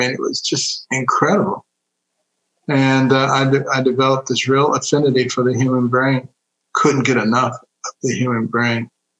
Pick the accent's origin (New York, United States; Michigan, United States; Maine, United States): Michigan, United States; Detroit; also born or lived in Boston; I grew up in Detroit. You know, my parents were divorced early on.